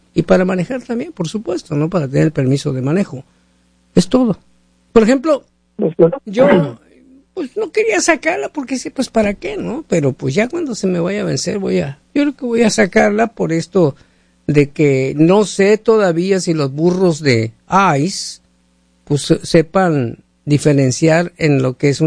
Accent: Mexico; Tú eres de México, yo soy de México.

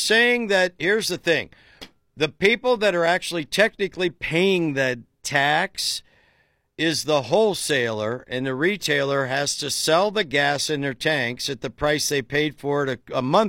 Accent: Dover, United States; My hometown of Dover, they're all out by 76, but, or 77 rather.

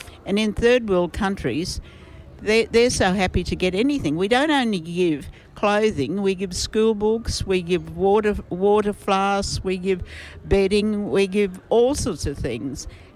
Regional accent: Tennant Creek, Northern Territory, Australia; born there; My grandfather had the first store in Tennant Creek. I was born in Tennant Creek. I was born in the heart of Australia. I'm a true blue Aussie.

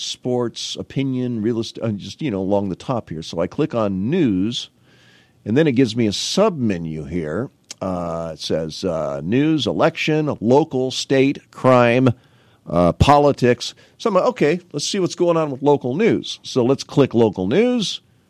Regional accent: Canton, Illinois, United States; born or raised there

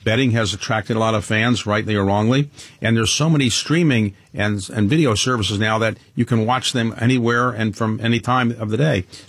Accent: Baltimore, Maryland, United States; Yes, I grew up in Baltimore.

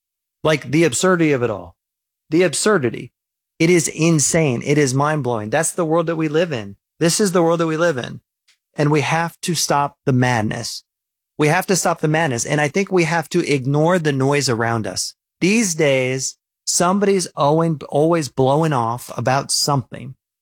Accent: Midwest, United States; Like, I grew up in the Midwest.

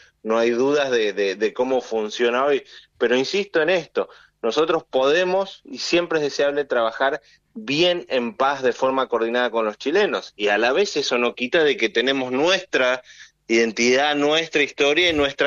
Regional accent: Argentina; nosotros como argentinos

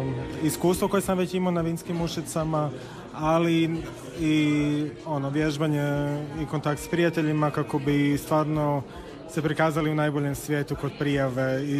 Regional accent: Mošćenička Draga, Primorje-Gorski Kotar County, Croatia; moved away as an adult; also born or lived in Germany; ja sam iz Mašiničke Drage, tako da teško se živi bez mora

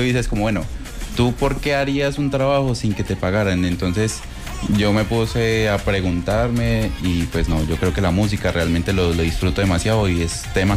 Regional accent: Bogotá, Colombia; also born or lived in San José del Guaviare; now in Villavicencio, Colombia; pero en general, pues yo fui criado en Bogotá.

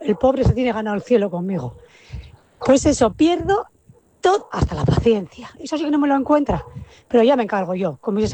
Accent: Bilbao, Basque Country, Spain

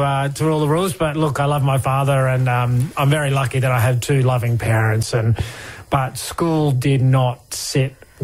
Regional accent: Kingscliff, New South Wales, Australia; But I've been living off country most of my life, spent most of my childhood growing up down in Kingscliff, down on the Tweed River.

